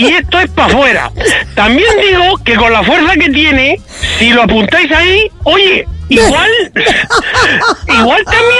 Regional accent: Spain; siendo español de España con pedigrí

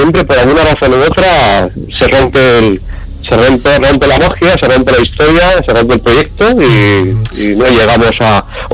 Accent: Valencia, Valencian Community, Spain; De Valencia capital, sí.

